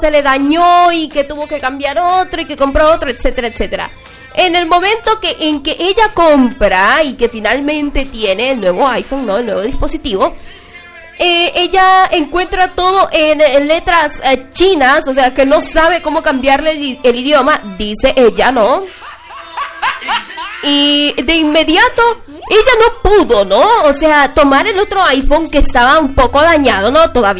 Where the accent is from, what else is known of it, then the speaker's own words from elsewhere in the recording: El Progreso, Yoro, Honduras; en la ciudad de donde es su servidora, la ciudad del progreso, la perla de Loruga.